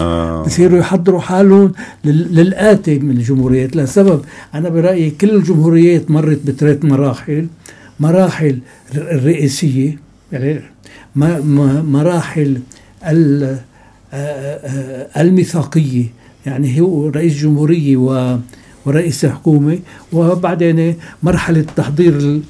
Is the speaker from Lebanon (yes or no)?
yes; Lebanon; أنه عشت بلبنان, أنه ولدت بلبنان.